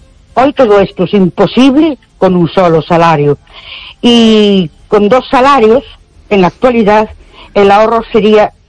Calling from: Ourense, Galicia, Spain; Buenas noches … de Orense.

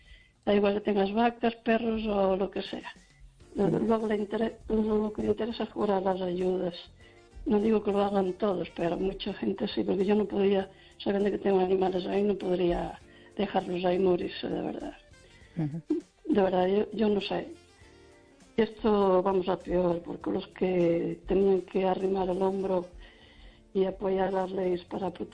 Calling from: Lugo, Galicia, Spain

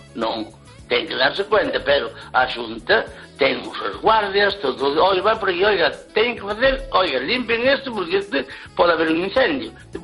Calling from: Lugo, Galicia, Spain

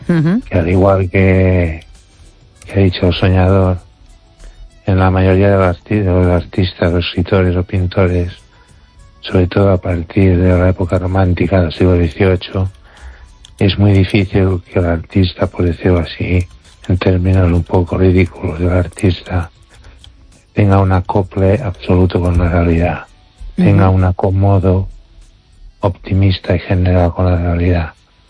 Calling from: Ourense, Galicia, Spain; desde Orense.

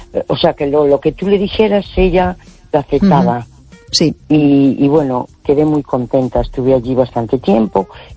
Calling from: A Coruña, Galicia, Spain; de Coruña.

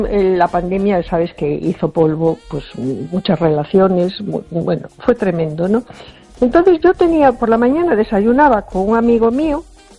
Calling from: A Coruña, Galicia, Spain

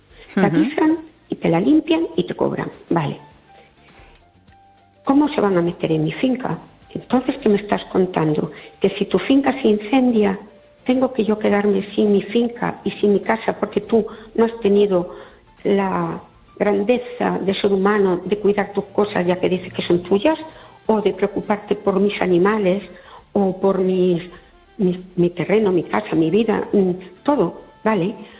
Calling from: Fene, Galicia, Spain

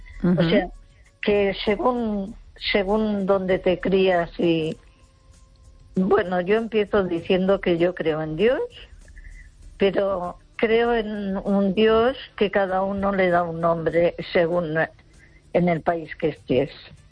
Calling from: Lugo, Galicia, Spain

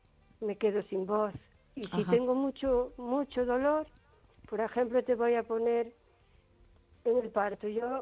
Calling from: O Carballiño, Galicia, Spain; de Carballiño.

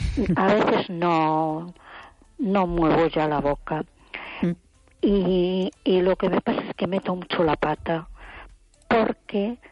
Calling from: A Coruña, Galicia, Spain; Hola, soy … de Coruña.

